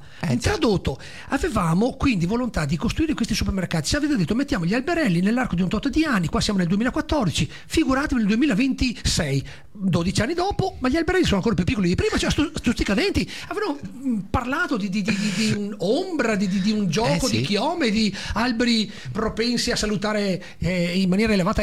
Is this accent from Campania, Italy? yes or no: no; Veneto, Italy; siamo messi male noi come Veneti, insomma.